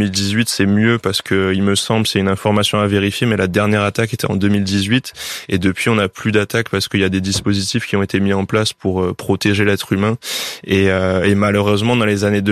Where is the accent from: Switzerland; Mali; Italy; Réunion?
Réunion; L'Étang-Salé; moved away as an adult; also born or lived in Bayonne; moi j'ai toujours vécu proche de l'eau, je suis originaire de La Réunion